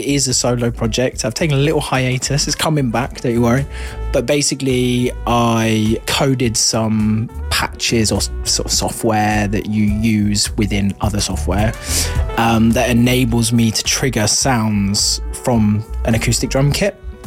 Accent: New Forest, South East England, United Kingdom; born or raised there; moved away as an adult; now in London, United Kingdom

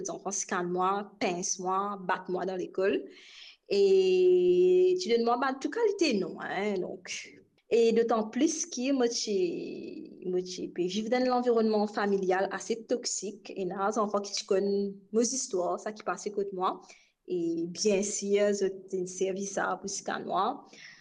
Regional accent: Rodrigues, Mauritius; born there; je suis à Rodrigue College et dans Saint-Barnabas

